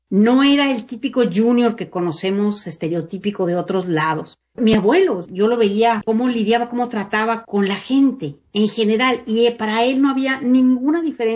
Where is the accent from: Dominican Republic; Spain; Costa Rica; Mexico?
Mexico; Monterrey, Nuevo León; now in New York, United States; cuando yo ya crecí en Monterrey